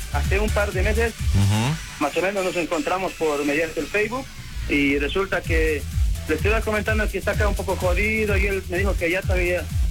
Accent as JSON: {"language": "Spanish", "country": "Bolivia", "moved": "yes", "lives_now": "Argentina", "said": "No, soy boliviano, pandita."}